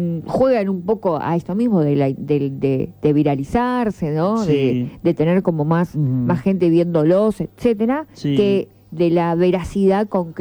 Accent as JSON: {"language": "Spanish", "country": "Argentina"}